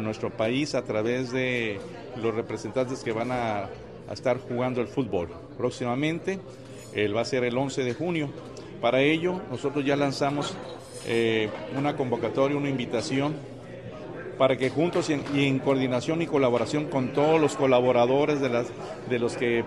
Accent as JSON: {"language": "Spanish", "country": "Mexico", "said": "En base a este gran entusiasmo que tenemos como mexicanos dentro de lo que es la industria maquiladora"}